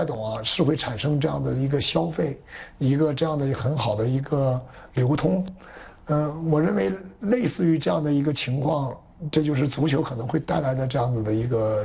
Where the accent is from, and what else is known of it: Dalian, Liaoning, China; born or raised there